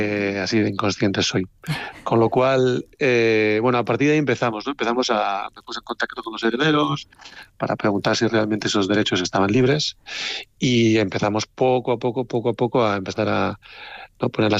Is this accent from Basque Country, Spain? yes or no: yes; Leioa, Basque Country, Spain; siendo como soy de Leioa, de un pueblo vizcaíno que está muy cerca de la costa